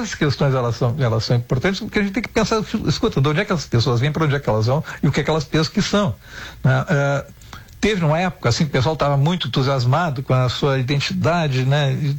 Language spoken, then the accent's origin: Portuguese; Rio Grande do Sul, Brazil; born there; Eu me alfabetizei no interior do estado, em grupo escolar, que se chamava na época, na escola estadual, tá?